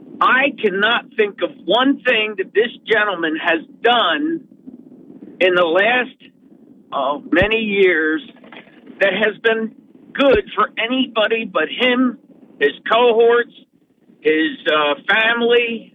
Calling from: Norwich, New York, United States; I'm from Norwich.

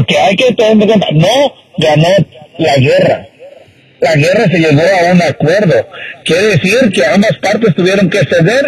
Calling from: Sacramento, California, United States; aquí de Sacramento.

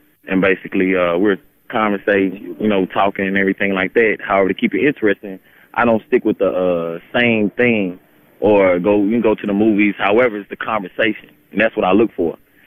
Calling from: Montgomery, Alabama, United States; I'm calling from Montgomery, Alabama right now.

